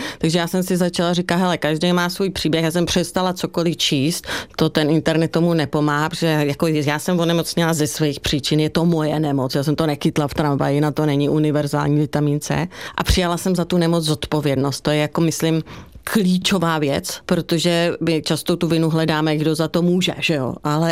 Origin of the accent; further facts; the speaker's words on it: Bohemia, Czechia; born there; jsem se narodila jako v Čechách